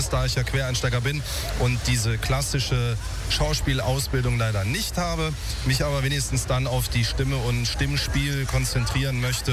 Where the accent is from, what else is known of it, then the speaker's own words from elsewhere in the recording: Trier, Rhineland-Palatinate, Germany; weil ich komme eigentlich aus einer sehr ländlichen Gegend, aus meiner Heimatstadt Trier und dann verbunden aus meinem Heimatdorf.